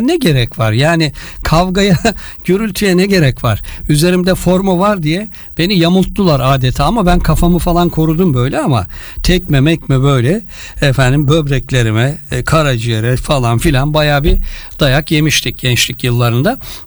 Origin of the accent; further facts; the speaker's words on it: Istanbul, Turkey; born there; moved away; Bir gençliğimin, çocukluğumun, gençliğimin bir kısmı İstanbul Kadıköy'de geçti benim.